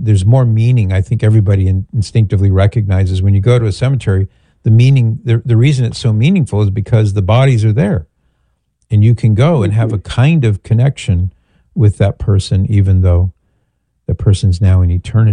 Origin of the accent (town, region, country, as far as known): California, United States